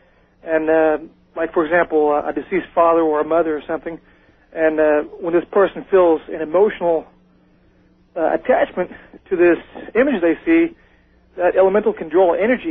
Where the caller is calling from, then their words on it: Indiana, United States; I'm calling from Southern Indiana.